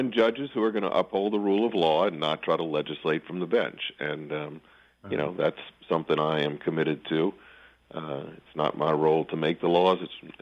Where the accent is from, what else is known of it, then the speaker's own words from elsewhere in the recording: Jefferson Parish, Louisiana, United States; I am born and raised in Jefferson Parish. I've raised my children here. My mom and dad are in their 80s. They're still here, as are my brothers and their families and my nephews and nieces.